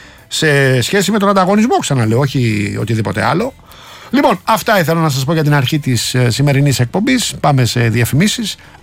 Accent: Rafina, Attica, Greece; θα πάμε στη Ραφίνα αργότερα, την πατρίδα μου

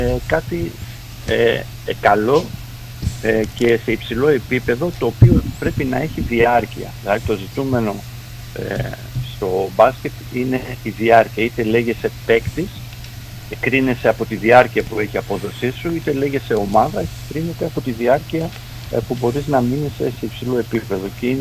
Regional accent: Greece; Το οποίο, νομίζω, ως Έλληνες δεν το αποβάλαμε, ούτε θα το αποβάλουμε ποτέ, και είναι ένα κομμάτι του χαρακτήρα του Έλληνα.

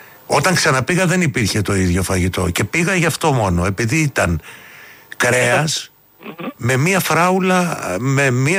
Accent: Athens, Attica, Greece; born there; γεννήθηκα στην Οδό Πατησίων.

